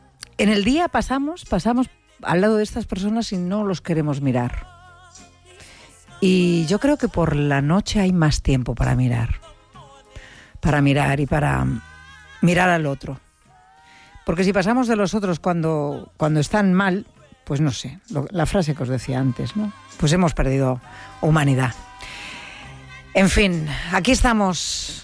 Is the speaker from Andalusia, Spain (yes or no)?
yes; Granada, Andalusia, Spain; Soy un granadino que ya desde mi niñez ando acompañando del gris sombra de mis ojos